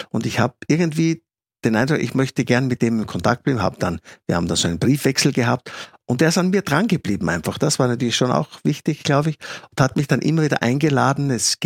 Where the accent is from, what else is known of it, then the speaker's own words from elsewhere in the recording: Styria, Austria; born there; Ich bin ja gebürtig aus der Steiermark, aus der Südoststeiermark.